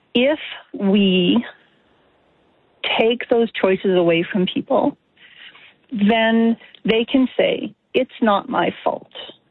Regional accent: Alberta, Canada; You know, I am from Alberta.

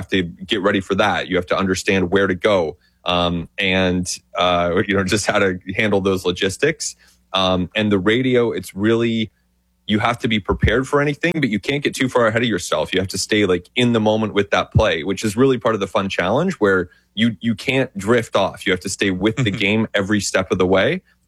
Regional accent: London, Ontario, Canada; I mean, I'm from London, Ontario. I've followed the Jays my whole life.

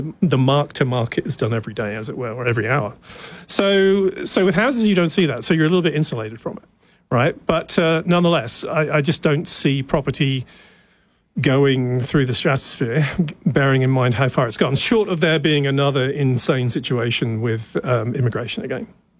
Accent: Ontario, Canada; So I came from Ontario, right? And I noticed the taxation system here was very different when I moved, right?

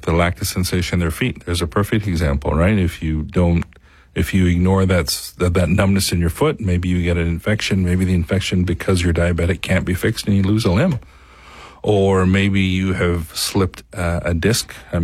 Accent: Canada; also born or lived in Dallas; I went to school in Dallas. I am from Canada. I grew up north of here

